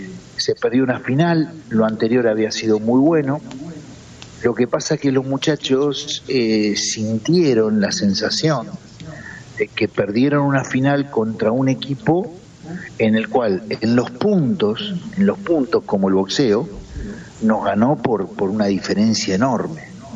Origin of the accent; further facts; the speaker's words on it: Argentina; la sensación que sentimos todos los argentinos